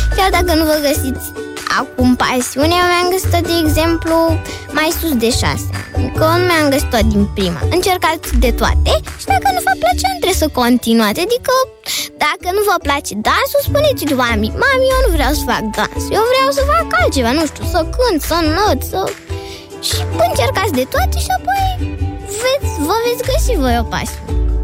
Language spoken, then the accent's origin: Romanian; Bucharest, Romania; am 9 ani și sunt din București.